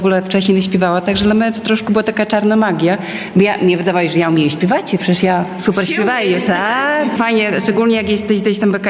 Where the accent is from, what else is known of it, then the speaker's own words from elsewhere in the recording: Łosinka, Podlaskie Voivodeship, Poland; now in Hajnówka, Poland; ale pochodzę z Łosinki i też jakby, no, związana no, sercem z Łosinką, tak, bo tutaj wychowała się, tutaj chodziła do szkoły, tutaj rodzice żyli